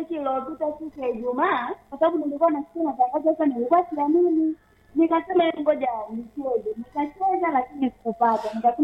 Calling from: Iringa, Tanzania; Natokea Kihesa.

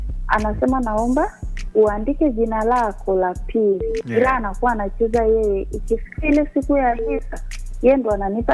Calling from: Tanzania; Tanzania.

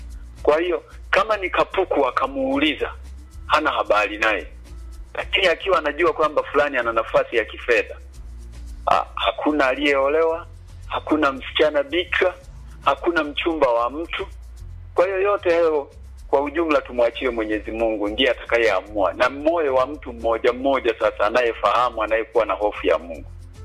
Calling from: Tanzania

